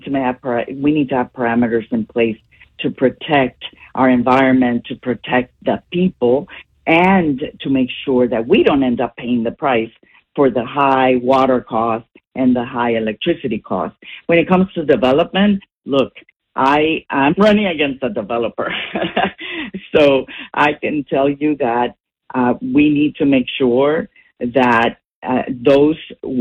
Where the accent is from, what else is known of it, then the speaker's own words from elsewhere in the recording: Colombia; now in United States; I came from Columbia, the daughter of a fighter pilot, a U.S. Air Force fighter pilot from New Jersey originally.